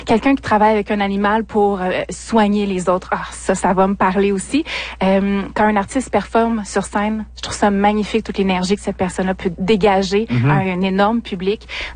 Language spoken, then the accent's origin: French; Saint-Jérôme, Quebec, Canada; moved away as an adult; also born or lived in Montreal; now in Rouyn-Noranda, Canada; Je suis originaire de Saint-Jérôme.